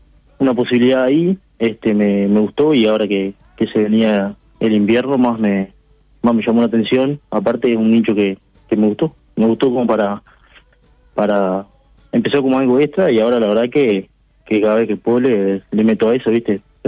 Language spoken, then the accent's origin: Spanish; Paysandú, Uruguay; now in Salto, Uruguay; soy del interior, soy de país. Ahora estoy estudiando en Salto.